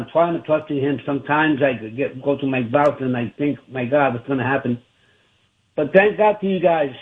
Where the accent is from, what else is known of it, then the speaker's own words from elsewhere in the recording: New York, United States; now in Florida, United States; I'm out here in Florida. I'm originally from New York.